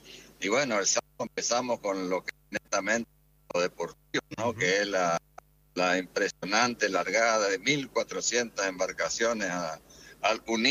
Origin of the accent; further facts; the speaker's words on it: Corrientes, Argentina; Sí, nada, Correntina.